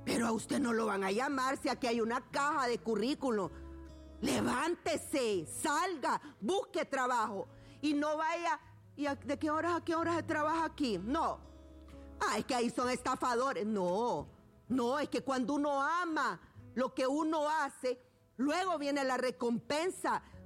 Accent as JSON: {"language": "Spanish", "country": "Honduras", "said": "nosotros como hondureños todos"}